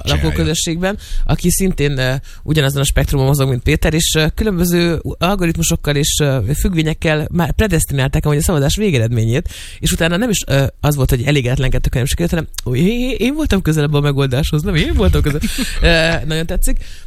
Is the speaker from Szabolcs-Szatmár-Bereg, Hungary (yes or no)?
yes; Nyíregyháza, Szabolcs-Szatmár-Bereg, Hungary; Igen, de hát nem tudták, hogy mi nyíregyháziak vagyunk